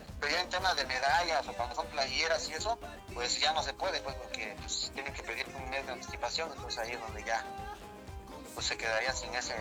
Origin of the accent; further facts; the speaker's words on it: Tlaxiaco, Oaxaca, Mexico; born there; nacimos o crecimos en Tlaxiaco